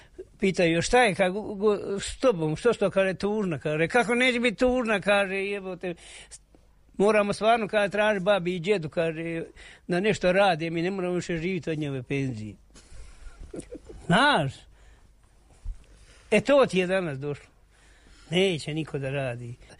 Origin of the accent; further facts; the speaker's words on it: Konjic, Federation of Bosnia and Herzegovina, Bosnia & Herzegovina; now in Višegrad, Bosnia and Herzegovina; dolazim iz Konjica. Trenutno živim sad u Višegradu.